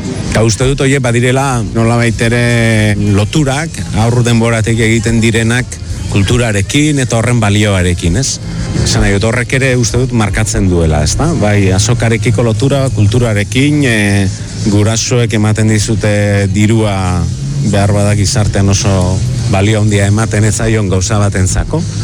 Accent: Durango, Basque Country, Spain; Durangarra naiz eta komikiko gidoilari bezala

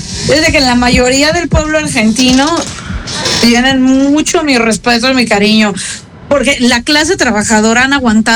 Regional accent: Mexico City, Mexico; now in Panama; yo vengo de Ciudad de México, que allá tenemos una actividad sísmica considerable.

